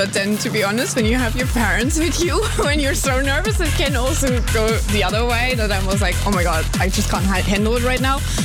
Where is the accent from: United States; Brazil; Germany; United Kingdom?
Germany; English is a second language; is actually still a Traum in German because I'm from Germany and I always wanted to do something with German vocals.